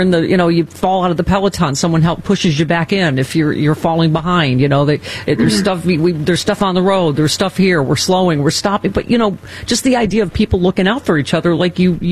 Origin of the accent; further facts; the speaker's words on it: Buffalo, New York, United States; also born or lived in Minnesota; now in Southern California, United States; I'm from Buffalo, and people are like, oh, you like cold weather? I'm like, no, I do not.